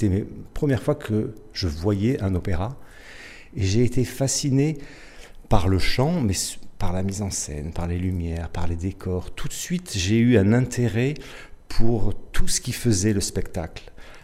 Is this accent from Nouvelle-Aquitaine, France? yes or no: no; Marseille, Provence-Alpes-Côte d'Azur, France; Alors je suis Marseillais